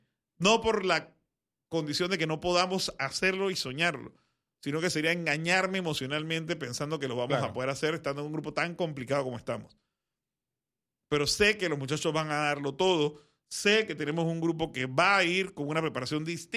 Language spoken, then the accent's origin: Spanish; Panama; mi ilusión como panameño